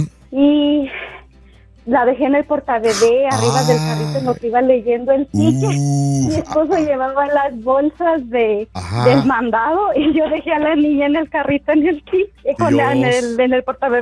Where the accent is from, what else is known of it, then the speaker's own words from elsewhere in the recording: El Acebuche, Guanajuato, Mexico; Soy un pueblito que se llama El Acebuche, Tarimoro, Guanajuato.